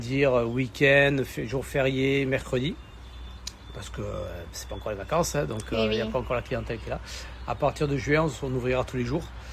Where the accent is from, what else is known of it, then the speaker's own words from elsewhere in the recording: Perpignan, Occitanie, France; Je suis de Perpignan, ouais, donc j'étais sur le Barcarès.